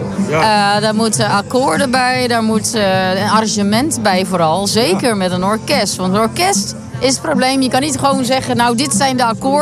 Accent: Gelderland, Netherlands; born there; also born or lived in Groningen / Drenthe; now in Amsterdam, Netherlands; Want ik ben opgegroeid in de Achterhoek. Ja. Maar ik heb zelf nooit de proots, altijd aan de hut. Ja. Toen ben ik naar Groningen verhuisd. Mooi, maar leuk, ja. En toen naar Drenthe. En toen weer naar Groningen. En nu in Amsterdam.

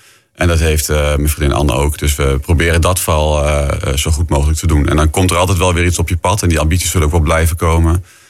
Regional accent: Assen, Drenthe, Netherlands; Ik ben geboren getogen in Assen.

